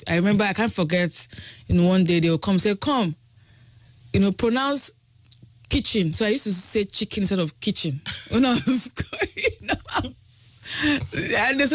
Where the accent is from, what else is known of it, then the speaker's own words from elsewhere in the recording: Ibadan, Oyo, Nigeria; also born or lived in Lagos / Enugu; So I was born in Lagos, but my parents, so they moved first from Lagos to Enugu. So my first school was in Enugu before we then moved to Ibadan. It was a chilled, calm, you know, city, Ibadan.